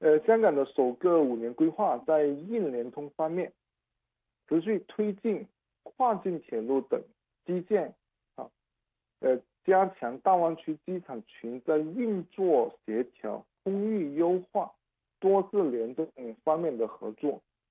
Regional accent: Guangdong, China; now in Hong Kong; 老要解释我是香港人，但我的家乡在广东。粤港澳大湾区规划出台之后呢，我就不用这么解释，直接对外称就说我是大湾区人啊

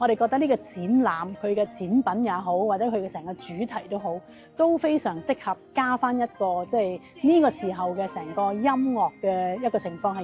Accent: Guangdong, China; 亦都加上我哋廣東人一啲嘅抵死絕物嘅嘢

